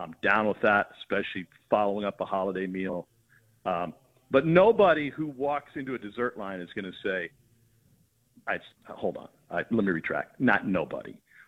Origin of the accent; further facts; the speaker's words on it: Midwest, United States; Listen, I'm originally a Midwesterner, even though I've lived in the South for a long time.